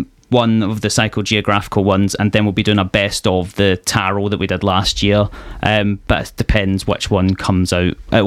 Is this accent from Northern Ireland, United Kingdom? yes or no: no; Glasgow, Scotland, United Kingdom; moved away as an adult; I've lived here 11 years. This is as soft as it's getting. Yeah, I'm from Glasgow originally, but I'm a full Kent adoptee.